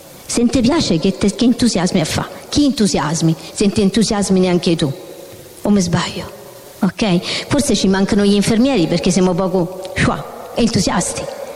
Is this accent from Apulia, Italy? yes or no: no; Rome, Lazio, Italy; E sono romana, quindi chiedo scusa se qualche volta per superare la timidezza mi esce fuori qualche parola romana.